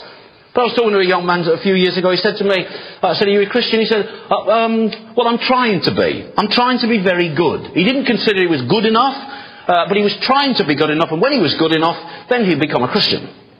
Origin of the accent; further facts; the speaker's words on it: England, United Kingdom; moved away; I was brought up in England